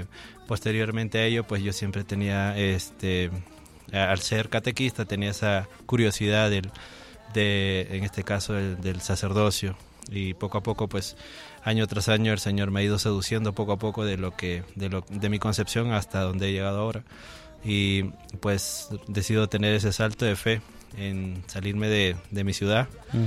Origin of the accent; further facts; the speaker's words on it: Arequipa, Peru; moved away; 27 años, natural de Perú.